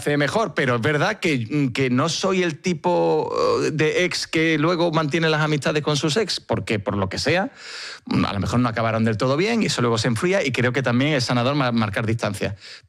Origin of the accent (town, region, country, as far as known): Seville, Andalusia, Spain